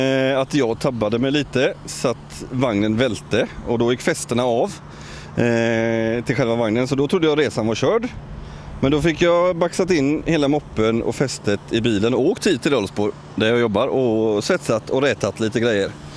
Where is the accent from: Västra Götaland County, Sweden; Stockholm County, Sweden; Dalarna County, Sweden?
Västra Götaland County, Sweden; Stenungsund; Nej, men som tur var så var det hemma i Stenungsund, så att då kunde jag ringa morsan